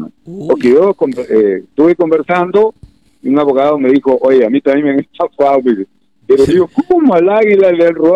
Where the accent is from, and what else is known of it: Olmos, Lambayeque, Peru